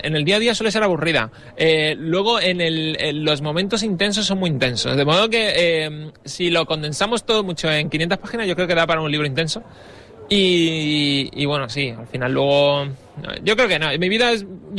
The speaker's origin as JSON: {"language": "Spanish", "town": "Fuengirola", "region": "Andalusia", "country": "Spain", "said": "como yo soy de Fuengirola, yo vivo entre Fuengirola y Mijas"}